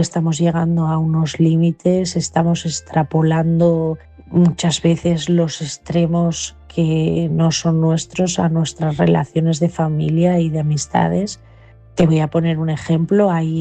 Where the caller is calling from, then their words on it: Asturias, Spain; de Asturias, esta noche desde León